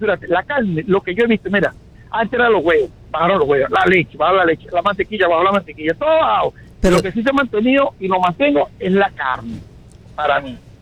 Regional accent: Venezuela; moved away; Yo soy venezolano.

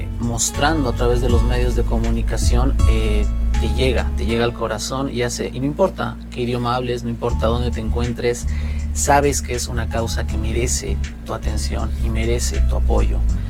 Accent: Bolivia; yo vengo de Bolivia, yo soy de Bolivia

